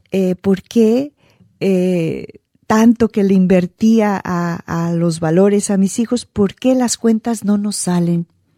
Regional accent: Guatemala; now in United States; sea en Guatemala, en mi país de origen

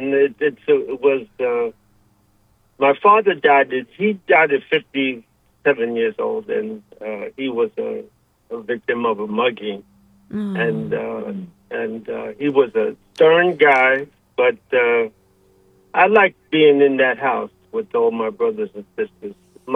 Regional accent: Brooklyn, New York, United States; Brooklyn.

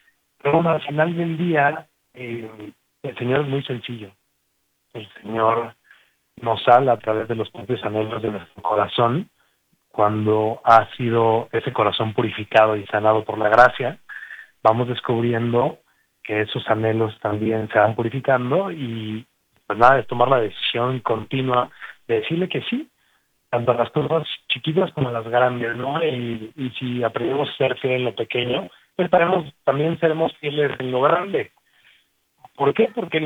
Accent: Guadalajara, Jalisco, Mexico; yo soy de Guadalajara, tengo 36 años, soy el más grande de seis hijos.

